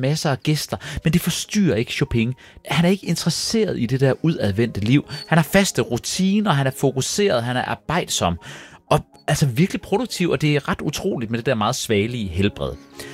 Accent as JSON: {"language": "Danish", "region": "Jutland", "country": "Denmark", "said": "Ja, men jeg er også fra Jylland."}